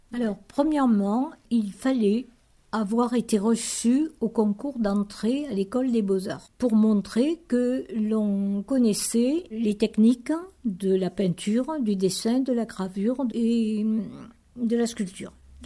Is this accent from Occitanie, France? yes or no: yes; Foix, Occitanie, France; Alors moi je suis née à Foix, au pied du château. J'ai passé toute mon enfance au pied de ce château et dans le château.